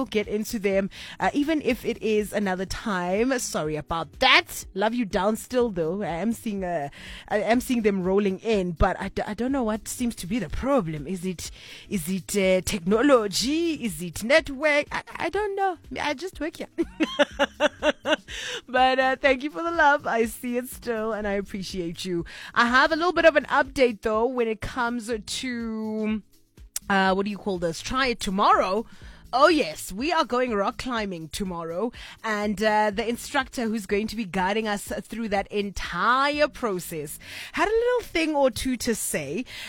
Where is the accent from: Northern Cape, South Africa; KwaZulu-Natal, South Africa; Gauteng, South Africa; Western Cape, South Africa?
Northern Cape, South Africa; Kimberley; all the way out in Kimberley, actually, my hometown.